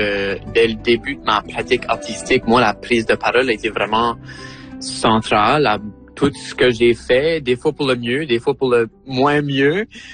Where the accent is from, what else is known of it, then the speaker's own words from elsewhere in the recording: Acadia, Canada; moved away; en tant qu'acadienne qui déménage de son chez-soi.